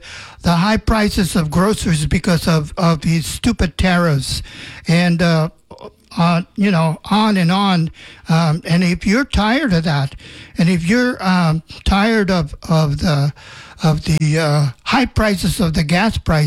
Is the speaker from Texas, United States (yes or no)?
yes; Laredo, Texas, United States; I was born in Mexico, in Nuevo Laredo, Mexico, but I moved to Laredo, Texas when I was like 7 years old. And now I'm in my 70s, and I've been here in the United States for most of my life now.